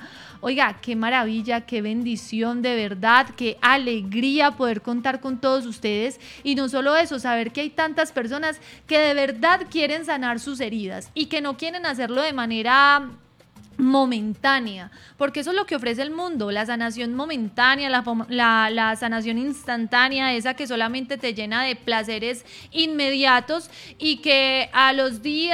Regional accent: Colombia; somos colombianos y que vivimos en un país tan hermoso, tan rico como lo es Colombia.

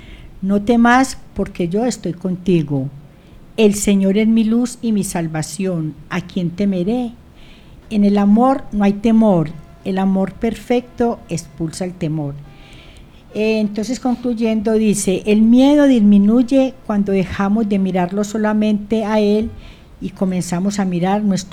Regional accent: Colombia; nosotros como los colombianos

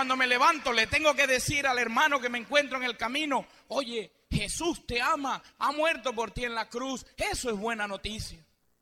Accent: Panama; moved away; A mí me parece estar allá en mi tierra también, bailando. Así mismo es como se baila el Señor allá en Panamá.

